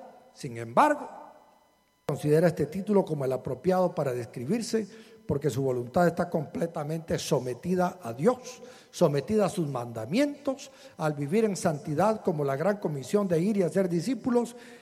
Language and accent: Spanish; Zacapa, Guatemala; Ay, perdone, pastor, es que soy de Zacapa. Y allá nos amamos tanto que nos decimos las verdades.